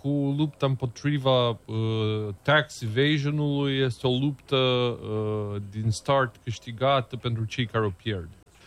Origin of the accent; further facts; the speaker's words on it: Romania; norocul nostru ca români, că nu suntem americani